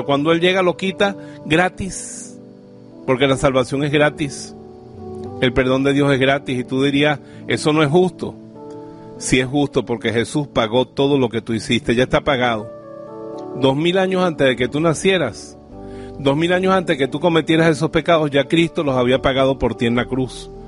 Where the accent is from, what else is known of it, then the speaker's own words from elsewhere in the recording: Bejuma, Carabobo, Venezuela; born there; En mi pueblo, en Bejuma